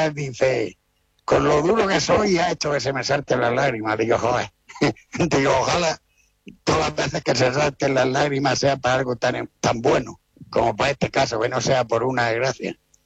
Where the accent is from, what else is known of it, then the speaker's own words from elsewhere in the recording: Andalusia, Spain; O sea que somos los andaluces, somos los número uno del mundo en donaciones.